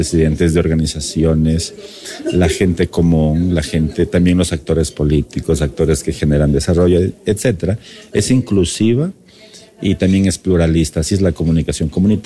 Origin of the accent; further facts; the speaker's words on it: southern border, Ecuador; en la frontera sur de donde yo vengo.